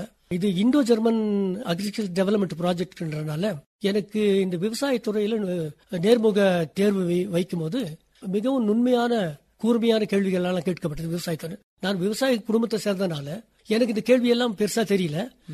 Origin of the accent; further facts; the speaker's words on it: Lovedale, Tamil Nadu, India; moved away as an adult; also born or lived in Ketti; நான் லவுடேலியில் பிறந்தேன். 1949 ஆகஸ்ட் மாசம் 6ஆம் தேதி நான் பிறந்தேன்.